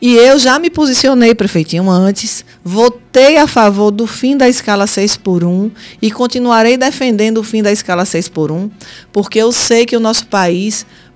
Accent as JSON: {"language": "Portuguese", "country": "Brazil", "said": "enquanto brasileira"}